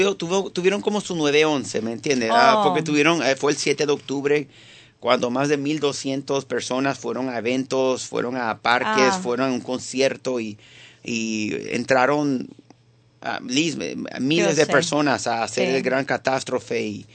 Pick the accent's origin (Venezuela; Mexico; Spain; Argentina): Venezuela; now in United States; yo como venezolano